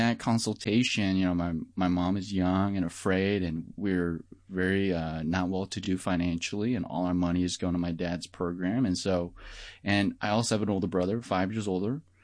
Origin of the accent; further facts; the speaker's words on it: Denver, Colorado, United States; born and raised in Denver, Colorado.